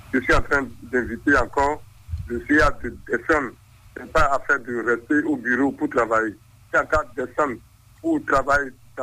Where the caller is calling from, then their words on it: Porto-Novo, Ouémé, Benin; J'appelle de Port-Nouveau, commune d'Agara, arrondissement, ma rue, Cartier-Gerrier.